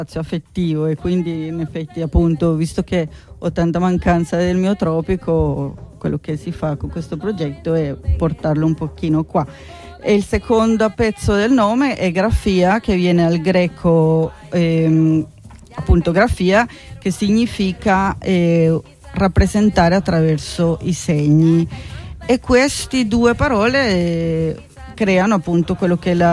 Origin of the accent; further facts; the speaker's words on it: Colombia; Io vengo dalla Colombia.